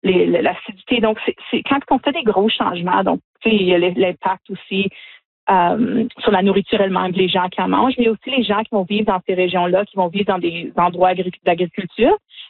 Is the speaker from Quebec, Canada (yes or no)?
no; Sudbury, Ontario, Canada; nous, on vient de Sudbury. Donc, c'est une ville minière où on paye encore le prix pour certaines des choses qui sont passées dans le passé.